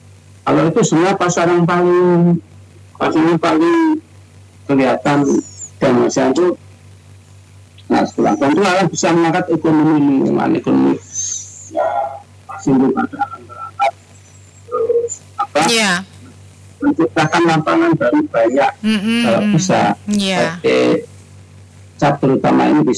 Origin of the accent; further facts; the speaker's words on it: Ngawi, East Java, Indonesia; Jadi betul-betul orang sini produksi Ngawi. Sebagai anak Ngawi.